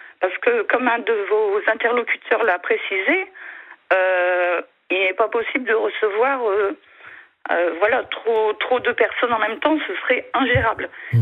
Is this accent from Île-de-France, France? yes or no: no; Hauts-de-France, France; Alors, non, pas du tout. Je suis du Pas-de-Calais.